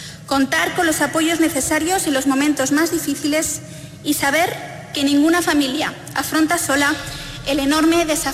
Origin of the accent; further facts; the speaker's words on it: La Rioja, Spain; es un orgullo como riojanos comprobar que nuestra comunidad se sitúa entre las regiones con mayor nivel de avance